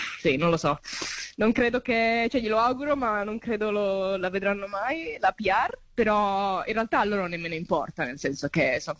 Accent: Turin, Piedmont, Italy; also born or lived in Genoa; now in Cairns, Australia; Ho vissuto tutta la mia infanzia a Torino, però in realtà sono nata a Genova

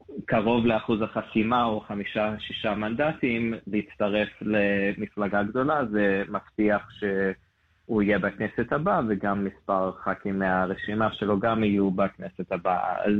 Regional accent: Melbourne, Victoria, Australia; born or raised there; moved away as an adult; now in Israel

